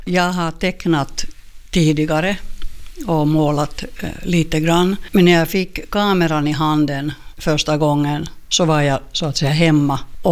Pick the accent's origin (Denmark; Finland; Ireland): Finland; also born or lived in Stockholm, Sweden; now in Korpo, Finland; jag blev trött att bo i Sverige helt enkelt. Att jag alltid var den här finländaren. Och jag flyttade då till Finland